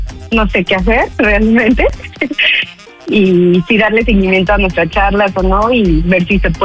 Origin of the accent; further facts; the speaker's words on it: Cuernavaca, Morelos, Mexico; Hola, soy de Cuernavaca y tengo 32 años.